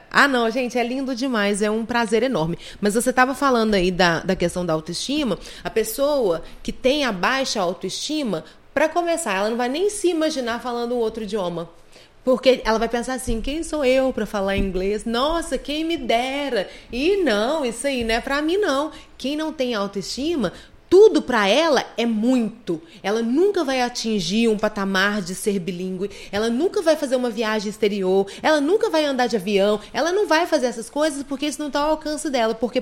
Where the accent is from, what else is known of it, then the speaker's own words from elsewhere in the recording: Passa Tempo, Minas Gerais, Brazil; Visitei 3 escolas municipais de passatempo, minha cidade natal.